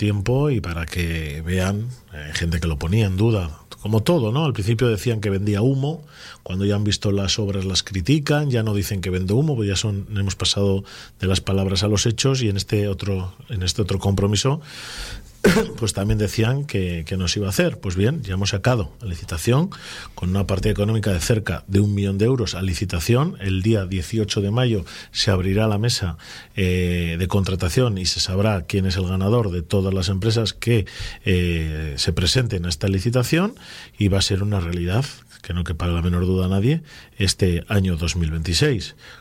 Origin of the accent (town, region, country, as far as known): Laredo, Cantabria, Spain